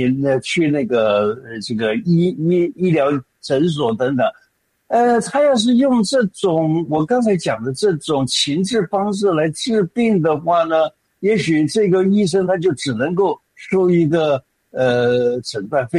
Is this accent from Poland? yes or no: no; Taiwan; 现在像我们在台湾